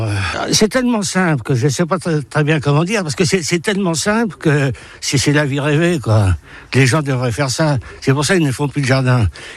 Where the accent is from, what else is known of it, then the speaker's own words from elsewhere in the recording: Normandy, France; par ici, moi, je suis normand. Hein. Attention, je suis un viking.